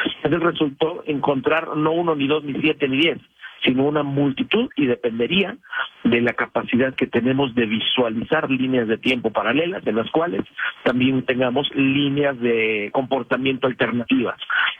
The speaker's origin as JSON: {"language": "Spanish", "country": "Mexico", "said": "allá en Monterrey, en Nuevo León, siempre en México, en mi país"}